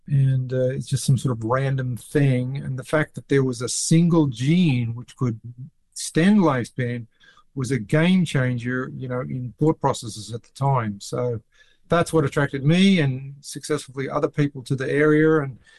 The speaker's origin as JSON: {"language": "English", "country": "Australia", "tie": "born or raised there"}